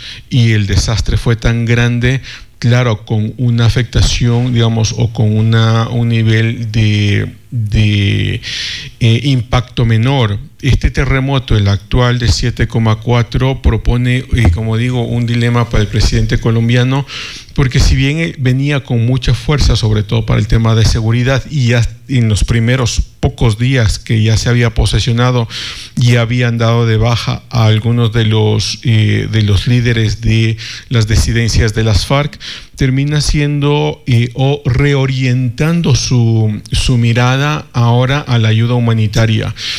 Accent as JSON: {"language": "Spanish", "country": "Ecuador"}